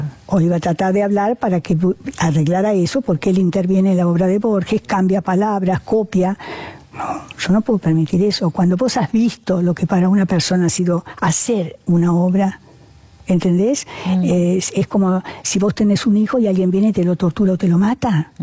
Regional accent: Cuba; Yo soy cubano, soy abogado

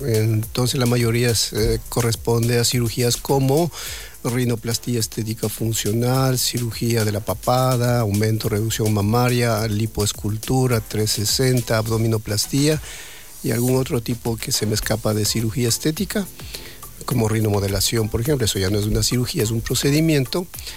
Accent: Buenos Aires, Argentina; moved away; Ya llevo 25, 26 años de trayectoria quirúrgica, que desde que vine desde Buenos Aires para ya instalarme en el país, ¿no?

